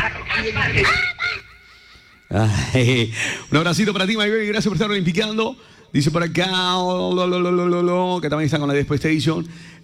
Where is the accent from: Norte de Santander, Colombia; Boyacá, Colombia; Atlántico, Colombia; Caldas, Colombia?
Atlántico, Colombia; Barranquilla; sin embargo, aquí somos barranquilleros y barranquillero que se respete, Juniorita.